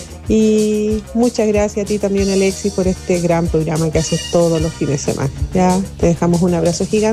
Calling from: Calama, Antofagasta, Chile; de Calaman.

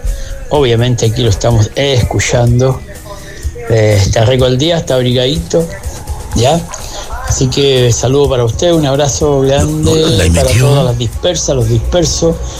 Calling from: Antofagasta, Chile; siempre he dicho que soy antofagastino

